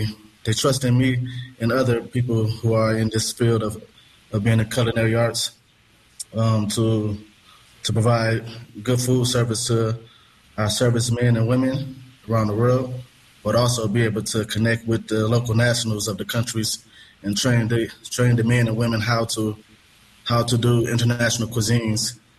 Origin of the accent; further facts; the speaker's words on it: Muskegon Heights, Michigan, United States; moved away as an adult; now in Addis Ababa, Ethiopia; I'm born and raised in Muskegon Heights, Michigan. Was a Big Red.